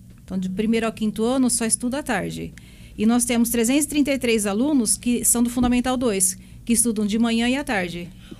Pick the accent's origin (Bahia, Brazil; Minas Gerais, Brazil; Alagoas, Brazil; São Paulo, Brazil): São Paulo, Brazil; Taquaritinga; Não, eu sou de Taquaritinga também.